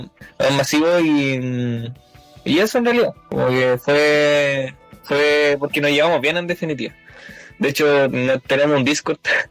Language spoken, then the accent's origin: Spanish; Temuco, Araucanía, Chile; por mi parte, que soy de Temuco, que es el que mueve la escena acá